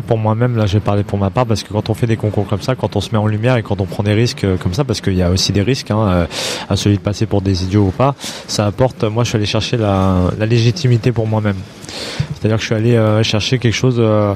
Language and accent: French; Lyon, Auvergne-Rhône-Alpes, France